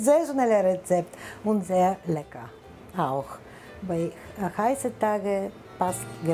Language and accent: German; Bulgaria; German is a second language; Das ist eine kalte Suppe, typisch für Sommerzeiten, welche kommt aus meiner Heimat, aus Bulgarien.